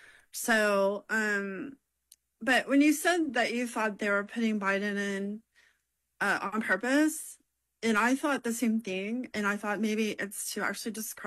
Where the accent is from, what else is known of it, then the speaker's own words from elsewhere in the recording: United States; I wouldn't want to travel abroad and say I'm an American.